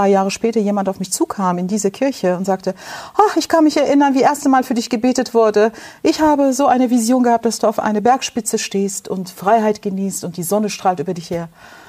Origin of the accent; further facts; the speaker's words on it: Turkey; now in Germany; misshandelt worden als Kind in der Türkei.